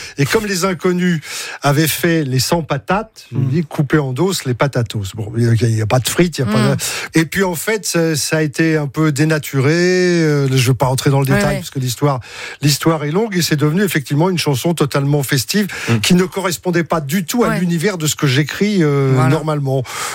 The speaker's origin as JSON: {"language": "French", "town": "Paris", "region": "Île-de-France", "country": "France", "said": "Parce que moi, je suis un Parigot."}